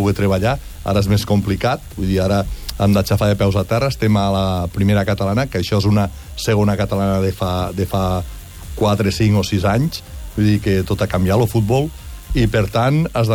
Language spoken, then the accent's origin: Catalan; Catalonia, Spain; jo no considero Tarragona territori nostre, nosaltres som les Terres de l'Ebre